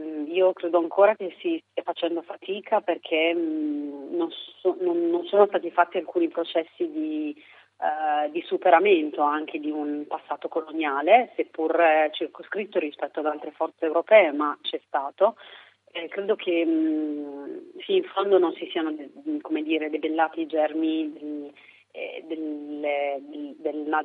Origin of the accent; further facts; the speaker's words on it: Reggio Emilia, Emilia-Romagna, Italy; io sono di Reggio Emilia, mi sono affacciata all'università dovendomi spostare, facendola pendolare a Bologna